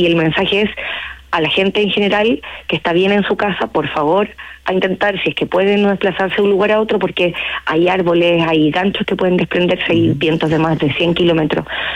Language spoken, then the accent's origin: Spanish; Chile; Y yo creo que hoy día nosotros somos chilenos, tenemos nuestro ADN, ¿cierto?